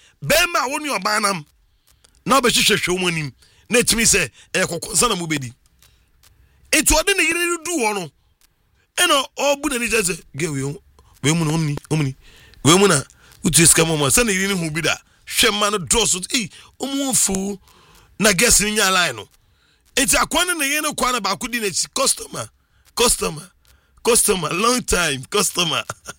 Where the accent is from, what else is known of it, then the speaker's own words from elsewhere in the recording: Nigeria; We are Nigerian, Omo.